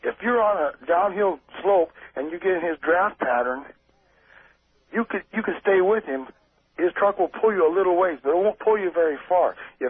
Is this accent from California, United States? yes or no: no; Great Falls, Montana, United States; I'm originally from Great Falls, Montana.